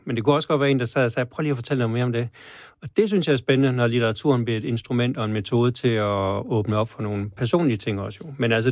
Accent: Central Denmark Region, Denmark; den bog, den minder mig faktisk om, da jeg voksede op på Djursland og var en lille dreng

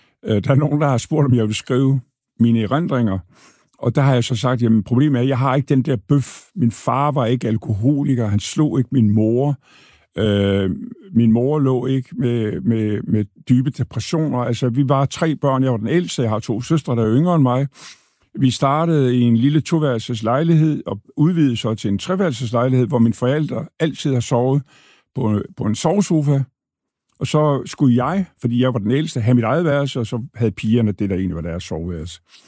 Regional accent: Thy, North Denmark Region, Denmark; moved away; Bunderøv fra Thy. Det har jeg altid været.

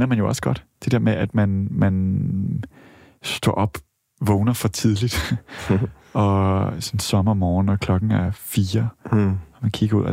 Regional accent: Sydney, New South Wales, Australia; now in Denmark; jeg voksede op i Sydney, som, hvor klimaet minder måske lidt mere om Athen eller Rom eller sådan noget.

